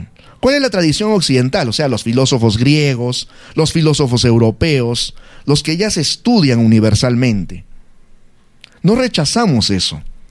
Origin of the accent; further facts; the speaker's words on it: Arequipa, Peru; Y si somos arequipeños, desde acá Arequipa para el mundo.